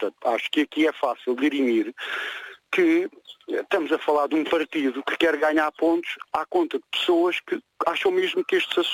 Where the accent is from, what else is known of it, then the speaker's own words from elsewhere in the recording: Portugal; eu também considero, enquanto português, não concordando com tudo o que o Chega propõe, que devia de haver alterações à segurança social.